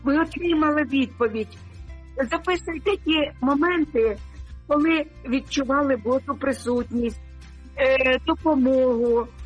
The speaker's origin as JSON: {"language": "Ukrainian", "town": "Sumy", "region": "Sumy Oblast", "country": "Ukraine", "tie": "born or raised there", "moved": "yes", "lives_now": "Denmark", "said": "вітаю вас з далекої Данії. Передаю вітаннячко на мою рідну Україну, у моє рідне місто Суми."}